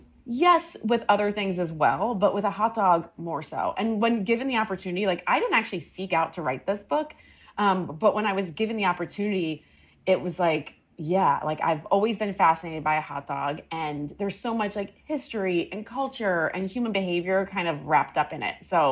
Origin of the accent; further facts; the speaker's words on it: Maryland, United States; born or raised there